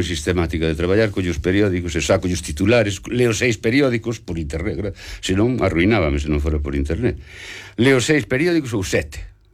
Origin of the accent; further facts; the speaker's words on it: Ormo, Galicia, Spain; De dibuxar na terra, na aldea, na miña aldea de Ormo, dibuxábamos, eu e un primo meu